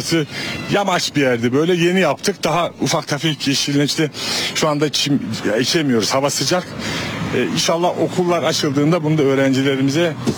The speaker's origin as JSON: {"language": "Turkish", "town": "Şırnak", "region": "Şırnak Province", "country": "Turkey", "tie": "born or raised there", "said": "Siyah ve beyaz kadar farklı. Bak ne kadar güzel memleketim ya."}